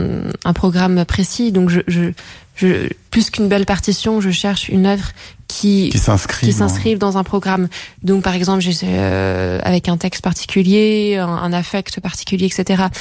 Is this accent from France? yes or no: yes; Paris, Île-de-France, France; Non, moi je suis née à Paris, j'ai grandi à Paris, mais ma famille maternelle est originaire de cette région, donc j'y ai passé beaucoup de temps.